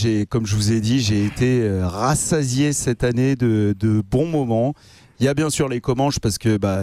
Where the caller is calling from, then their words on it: Paris, Île-de-France, France; en tant que Parisien, je suis allé à Toulon, j'ai été très bien reçu.